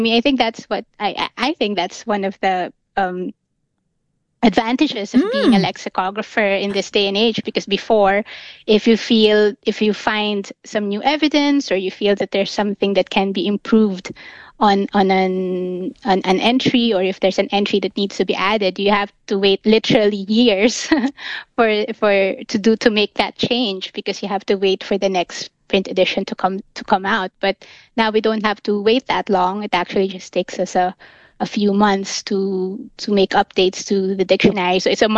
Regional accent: Philippines; So I'm from the Philippines, and we became English speakers because my country was an American colony for a time.

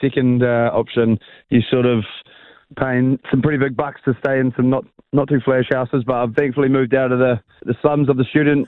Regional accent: Kerikeri, Northland, New Zealand; moved away as an adult; now in Dunedin, New Zealand; I'm from Northland.

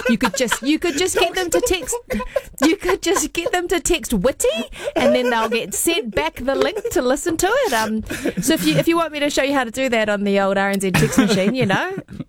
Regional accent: Whangaroa, Northland, New Zealand; Oh, man, it has been a fantastic week in my hometown of Whangaroa with the World Surf League coming to Aotearoa

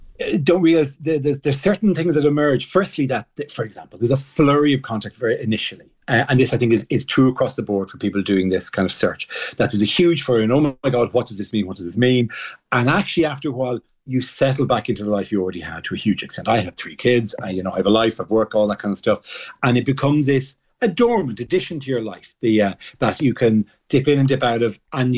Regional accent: Ireland; being Irish

